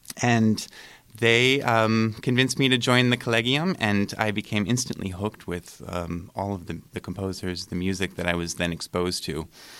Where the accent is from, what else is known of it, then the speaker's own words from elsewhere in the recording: California, United States; I'm from California, from Northern California, so it was a little bit of a weather adjustment to go up to Lake Ontario.